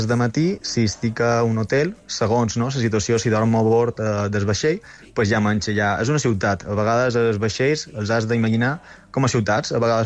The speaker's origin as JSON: {"language": "Catalan", "town": "Inca", "region": "Balearic Islands", "country": "Spain", "said": "Jo soc d'Inca, Inquero."}